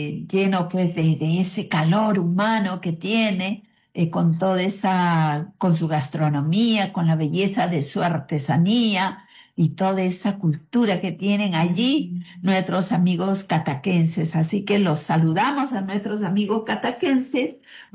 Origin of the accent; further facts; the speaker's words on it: Catacaos, Piura, Peru; Yo soy de Catacaos.